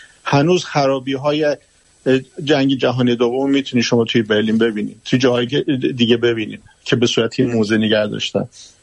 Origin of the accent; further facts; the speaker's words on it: Iran; به عنوان یک ایرانی که وطنم رو دوست دارم و نمیتونم بی تفاوت باشم